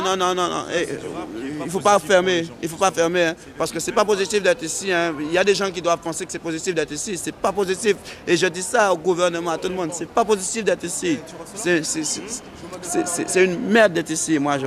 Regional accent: France

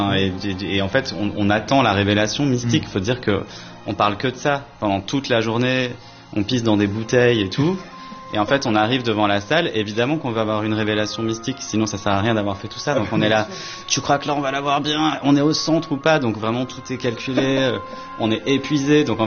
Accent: Voreppe, Auvergne-Rhône-Alpes, France; On a grandi à côté de Grenoble, donc vers Voreppe, où vit toujours notre mamie.

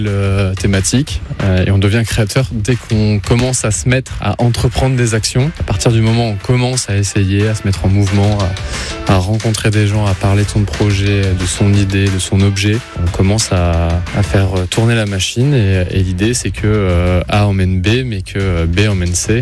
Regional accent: Lille, Hauts-de-France, France; j'ai 23 ans et je suis Lillois.

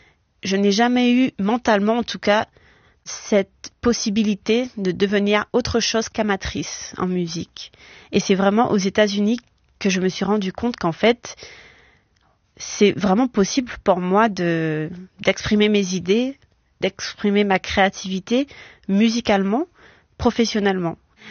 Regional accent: Guadeloupe, France; now in United States; Alors qu'en France, quand j'ai grandi en Guadeloupe, je n'avais pas accès au conservatoire, par exemple.

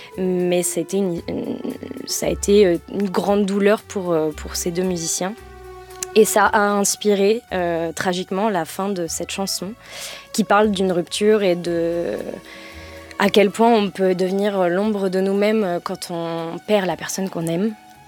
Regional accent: Rennes, Brittany, France; Je suis originaire de Rennes, ouais.

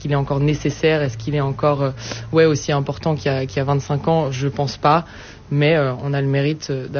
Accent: Belgium; Moi en tant que Belge, ça me paraît fou, quoi.

